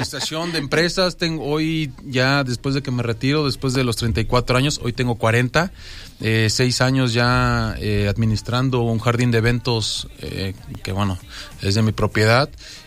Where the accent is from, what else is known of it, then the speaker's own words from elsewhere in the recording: Xochitepec, Morelos, Mexico; born there; mi pueblo, para Xochitepec